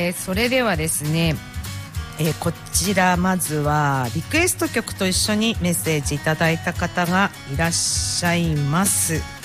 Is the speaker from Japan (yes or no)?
yes; Iwaki, Fukushima, Japan; 保育所の時ね、小名浜のここのね、ハマイオンからもうちょっと少し行くと